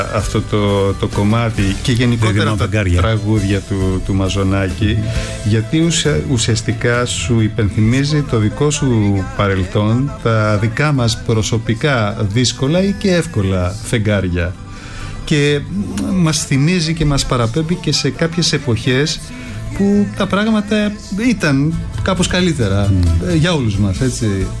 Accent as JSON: {"language": "Greek", "country": "Greece", "said": "όχι απλώς είμαστε Έλληνες"}